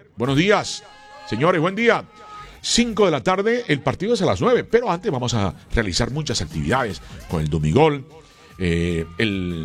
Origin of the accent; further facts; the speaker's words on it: Chiriguaná, Cesar, Colombia; Chiriguaná. Chiriguanero, yo. Chiriguanero.